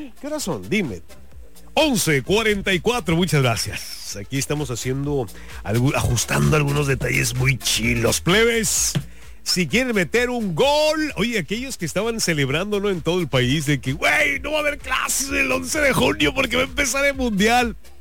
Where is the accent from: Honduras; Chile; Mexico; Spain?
Mexico; Ay, ¿cómo somos los mexicanos, no?